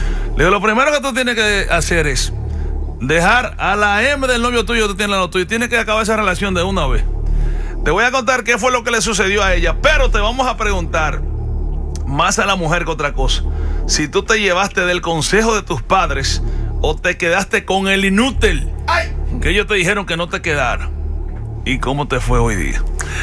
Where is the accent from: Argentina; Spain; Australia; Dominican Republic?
Dominican Republic; Salcedo, Hermanas Mirabal; now in New York, United States; mi pueblo Salcedo.